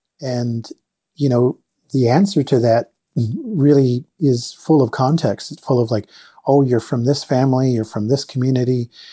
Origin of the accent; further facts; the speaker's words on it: Vancouver, British Columbia, Canada; I grew up in Vancouver, but I also spent summers with my family on the West Coast and summers fishing with uncles that were involved in the commercial fishing industry.